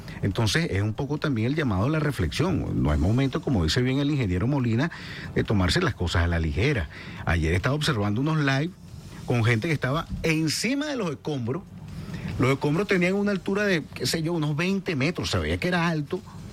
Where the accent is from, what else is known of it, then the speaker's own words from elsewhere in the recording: Venezuela; Una anécdota quizá jocosa para el momento, y así somos los venezolanos